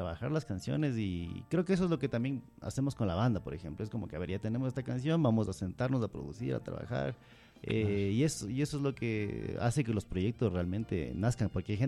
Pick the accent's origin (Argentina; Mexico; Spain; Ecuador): Ecuador; Quito, Pichincha; la ciudad de Quito, de lo que somos los quiteños